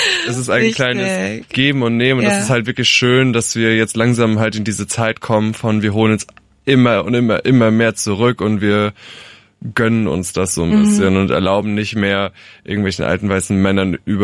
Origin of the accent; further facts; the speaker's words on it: Rhineland-Palatinate, Germany; Nähe Alzey.